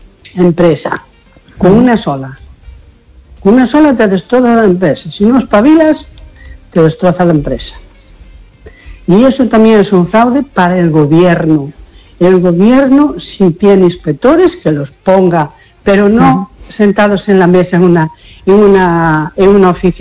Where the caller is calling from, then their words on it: A Coruña, Galicia, Spain; de la Coruña.